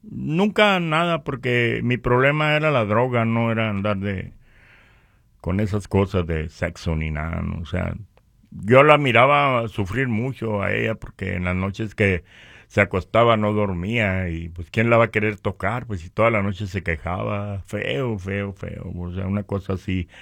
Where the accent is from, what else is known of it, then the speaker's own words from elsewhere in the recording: Puerto Peñasco, Sonora, Mexico; yo me crié en Puerto Peñasco.